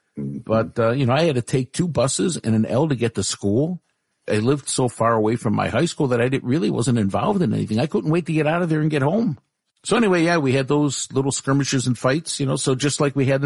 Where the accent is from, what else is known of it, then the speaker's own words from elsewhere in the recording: Chicago, Illinois, United States; I mean, I'm a Chicago fan. You know, we're from Chicago.